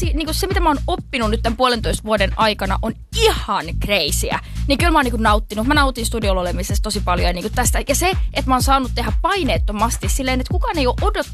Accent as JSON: {"language": "Finnish", "town": "Vaasa", "region": "Ostrobothnia", "country": "Finland", "moved": "as an adult", "lives_now": "Helsinki, Finland", "said": "Mä tuun Vaasasta, sainasin levytyssopparin ja muutin samantien Helsinkiin."}